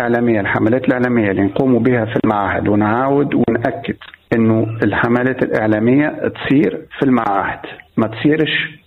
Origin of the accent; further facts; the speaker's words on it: Tunisia; وانا من تونس الكبرى